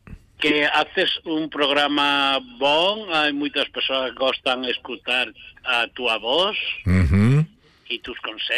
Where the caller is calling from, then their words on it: Spain; Portuguese is a second language; Eu sou espanhol.